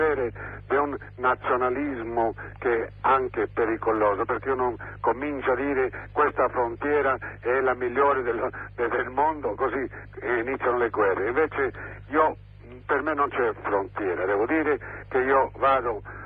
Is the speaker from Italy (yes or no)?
no; Mexico; born there; Italian is a second language; mia madre, sono nato in Messico, è bello dire, ma non è che io dico Messico è il miglior paese del mondo